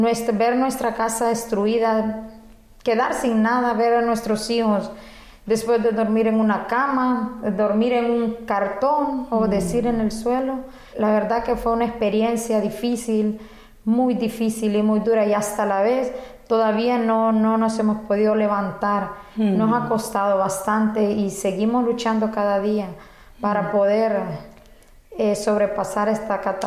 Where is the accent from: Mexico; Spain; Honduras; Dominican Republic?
Honduras; now in La Lima, Honduras; soy de la Lima Cortés, ciudad Honduras. Crecí en el lago de Yohoa, tuve una niñez no muy feliz